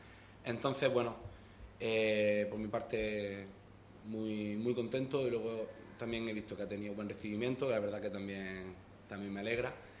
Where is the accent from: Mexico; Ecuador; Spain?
Spain; Motril, Andalusia; hacerlo en mi pueblo, en el club en el que me formé desde los 8 hasta más o menos los 14 o 15 años.